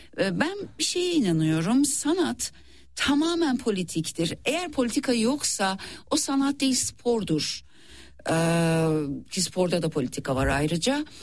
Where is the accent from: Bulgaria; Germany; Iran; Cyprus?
Iran; now in Turkey; ben bir İranlı olarak, Türkiye'de yaşayan bir İranlı olarak, İran'a gidip gelen bir İranlı olarak